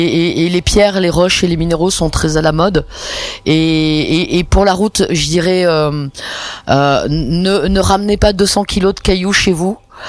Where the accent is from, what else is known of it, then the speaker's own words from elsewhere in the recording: Auvergne-Rhône-Alpes, France; notamment en tant qu'Auvergnat et en tant qu'habitant du massif central, a priori, on vit au quotidien sur des matières et des matériaux radioactifs.